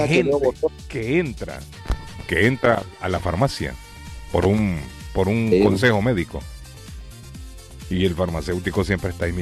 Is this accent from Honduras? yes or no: yes; Honduras; moved away; en Honduras, hablo de Honduras, en mi país